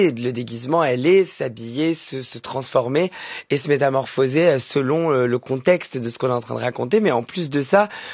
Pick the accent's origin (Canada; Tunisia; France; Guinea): France; parce que en fait, on est français